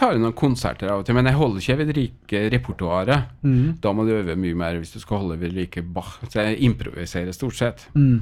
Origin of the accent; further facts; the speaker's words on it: Frei, Møre og Romsdal, Norway; Hjemme på Frei, ja.